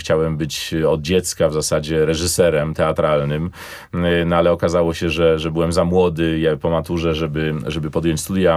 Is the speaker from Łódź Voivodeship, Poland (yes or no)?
yes; Łódź, Łódź Voivodeship, Poland; moved away; To jest moje rodzinne miasto. Ja tutaj byłem i w podstawówce, i w szkole średniej, i potem na studiach aktorskich.